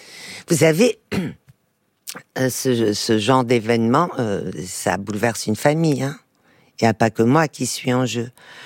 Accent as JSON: {"language": "French", "country": "Portugal", "tie": "born there", "also_born_or_lived": "Belgium / France", "first_language": "Portuguese", "second_language": "French", "moved": "yes", "said": "je suis née au Portugal."}